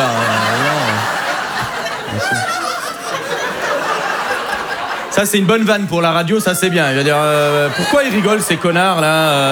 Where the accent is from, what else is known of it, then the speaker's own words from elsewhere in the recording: Algeria; Je suis algérien. Je pense pas qu'il y en ait ce soir d'ailleurs, les Algériens.